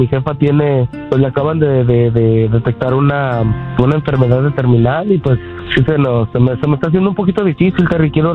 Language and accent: Spanish; Michoacán, Mexico; nosotros somos de Michoacán, teníamos unas tierras ahí con aguacate, siembra, y pues tú sabes, hay uno para lo que uno hace para sobrevivir allá en México.